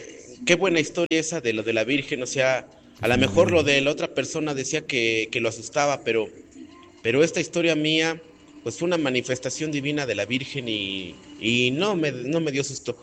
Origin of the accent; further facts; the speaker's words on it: Mexico; allá en Carranza, en San Cosme Chalusto, que en mi tierra natal